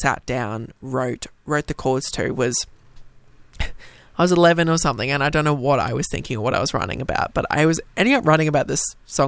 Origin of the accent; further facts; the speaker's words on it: Australia; born there; I was born in Australia, but my dad was born in New Zealand, so I've got, like, Māori from him.